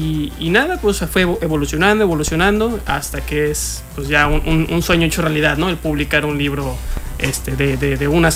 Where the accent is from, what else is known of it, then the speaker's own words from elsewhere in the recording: Cancún, Quintana Roo, Mexico; Yo nací aquí en Cancún. Toda mi vida he sido aquí cancunense 100%. Uh-huh. Mis padres son de la Ciudad de México.